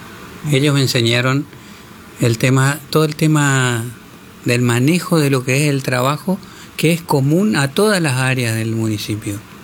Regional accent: Paso de los Libres, Corrientes, Argentina; born there; moved away; also born or lived in La Cruz / Buenos Aires; siendo de Paso de los Libres

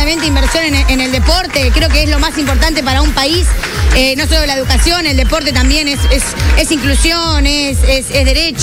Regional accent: Argentina; sabemos que somos como argentinas

